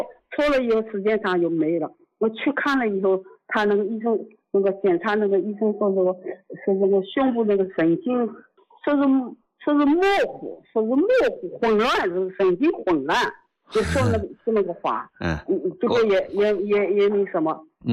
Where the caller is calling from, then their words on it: Zhuji, Zhejiang, China; 我是诸暨的。